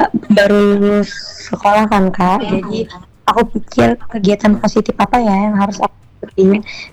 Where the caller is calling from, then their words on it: Lampung, Indonesia; aku orang Lampung.